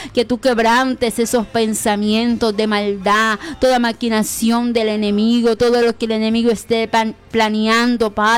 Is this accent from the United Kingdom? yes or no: no; Colombia; tanta extorsión que nos afecta, Dios mío, como colombianos